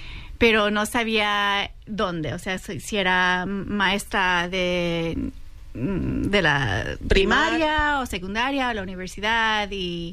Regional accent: Santa Ana, California, United States; crecí en Santa Ana, California, que es en el sur, y ahí es donde mi comunidad hablaba español, y en casa hablábamos español

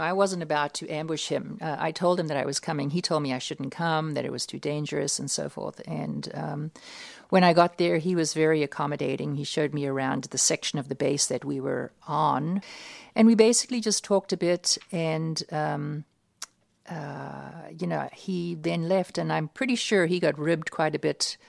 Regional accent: United States; I'm here. I'm here. I'm an American.

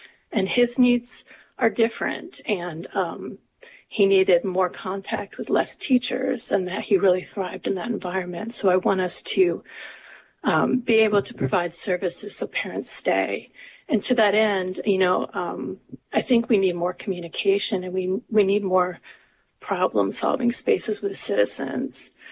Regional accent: Soldotna, Alaska, United States; I'm from Soldotna

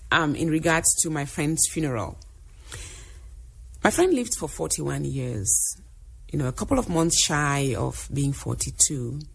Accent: Cameroon; moved away; We talked a lot about growing up in Cameroon from similar tribes.

